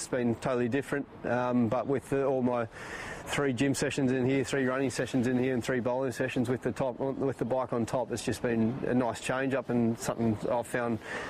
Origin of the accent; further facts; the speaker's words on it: Australia; as Australian cricketers